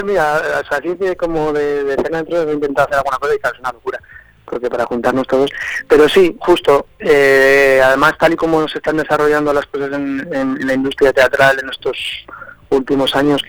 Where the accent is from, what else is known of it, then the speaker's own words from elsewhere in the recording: Logroño, La Rioja, Spain; Pues mira, yo soy de Logroño.